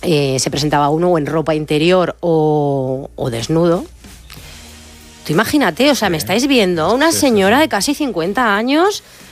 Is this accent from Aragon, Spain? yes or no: no; Bilbao, Basque Country, Spain; ya me di cuenta de que era otra cosa, pero yo soy de Bilbao, no podía reculear.